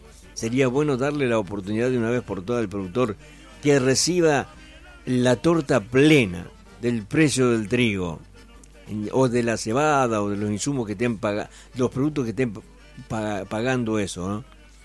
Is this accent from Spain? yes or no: no; Argentina; todos somos argentinos y todos vivimos bajo el mismo manto de la celeste y blanca